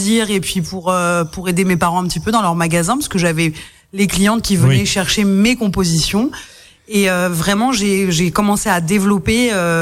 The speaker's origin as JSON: {"language": "French", "town": "Bourges", "region": "Centre-Val de Loire", "country": "France", "said": "moi, je suis de Bourges, du centre de la France, vraiment presque en plein milieu de la France."}